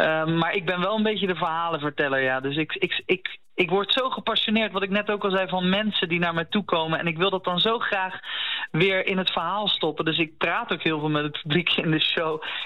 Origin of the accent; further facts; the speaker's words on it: The Hague, South Holland, Netherlands; Ik kom zelf ook uit Den Haag.